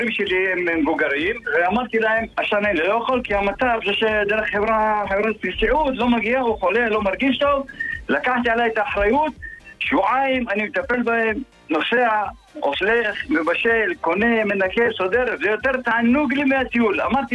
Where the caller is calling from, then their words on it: Jerusalem, Jerusalem District, Israel; אנחנו מירושלים.